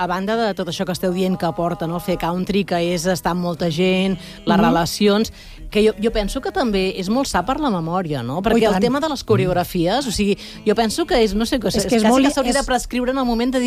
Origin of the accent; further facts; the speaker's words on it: Catalonia, Spain; Jo soc molt catalana, mare de Déu.